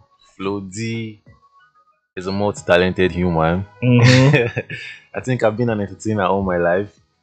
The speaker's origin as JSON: {"language": "English", "region": "Kogi", "country": "Nigeria", "said": "I'm from Kogi State."}